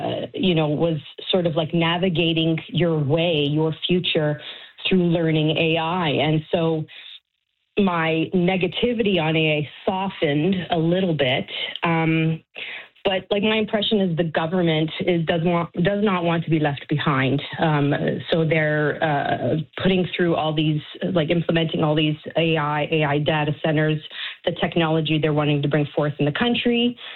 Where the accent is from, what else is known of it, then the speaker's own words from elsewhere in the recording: Canada; as a population, as a Canadian, we're just sort of, we don't know where to look